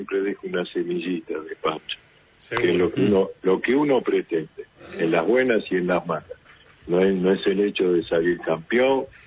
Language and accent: Spanish; Buenos Aires, Argentina; No, digo, nací en el Pirovano, y siempre estuve en capital